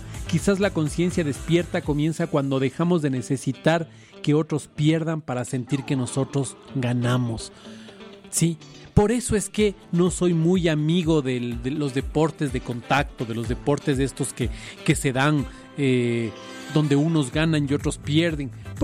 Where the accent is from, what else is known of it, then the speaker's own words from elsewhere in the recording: Ecuador; born there; Yo no elegí ser ecuatoriano, yo nací aquí, en este territorio.